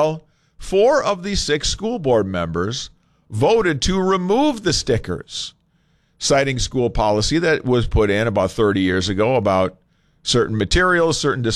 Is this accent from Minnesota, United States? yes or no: yes; Minnesota, United States; I grew up down in the Twin Cities area. I'm a fan of the University of Minnesota, which there aren't many of us up here